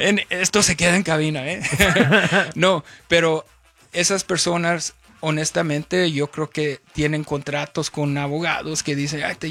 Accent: Chihuahua, Mexico; also born or lived in Tijuana; now in Los Angeles, United States; somos norteños.

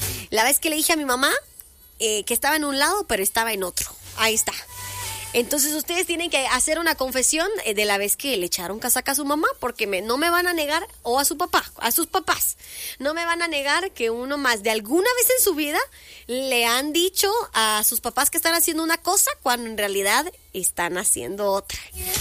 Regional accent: Guatemala; como buenos chapines, somos chutes

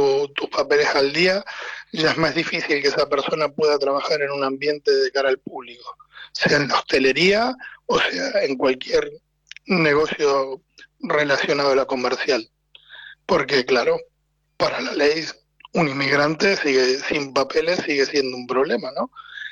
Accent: Rosario, Santa Fe, Argentina; moved away; Y santafesino.

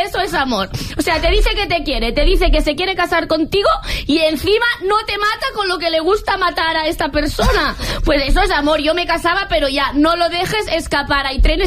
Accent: Andalusia, Spain; Aquí sí, sí que soy andaluza.

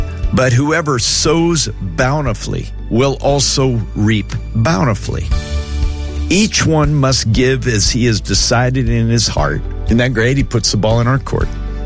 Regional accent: Homer, Alaska, United States; born there; Lucinda, I was born in Homer, Alaska.

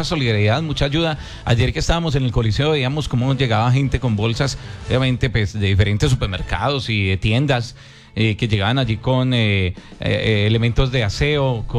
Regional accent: Colombia; Los colombianos siempre somos personas que nos ponemos el overol y siempre ayudamos.

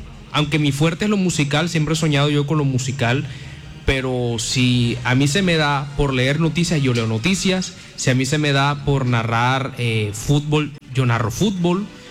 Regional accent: Barranquilla, Atlántico, Colombia; born there; also born or lived in Valledupar, Cesar / Fonseca, La Guajira; Entonces yo me vine a vivir aquí a Barranquilla. A propósito, yo tengo 15 años viviendo aquí en Barranquilla, gracias a Dios. Me vine a vivir a Barranquilla eso de los 7, 8 años

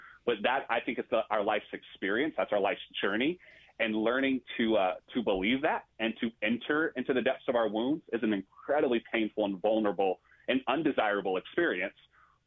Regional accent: Raleigh, North Carolina, United States; moved away as an adult; also born or lived in Brooklyn, New York; now in Eugene, United States; My family's all on the East Coast. They are all in Richmond, Virginia, though we grew up in Raleigh, North Carolina.

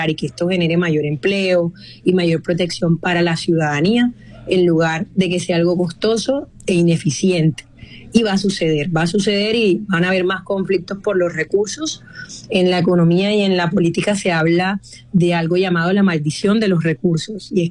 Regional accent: Colombia; como colombianos y colombianas

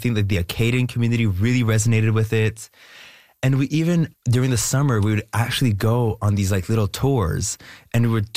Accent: Canada

